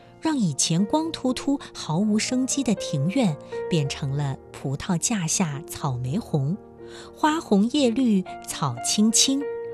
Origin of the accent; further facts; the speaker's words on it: Liaocheng, Shandong, China; 我是来自山东聊城郑家镇的村民，熟悉家乡的自然环境，那就是家乡的人多地少。